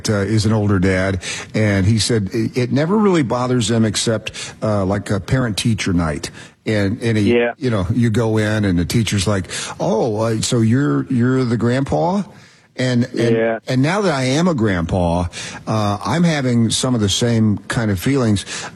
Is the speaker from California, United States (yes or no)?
no; Knoxville, Tennessee, United States; I'm originally from Knoxville.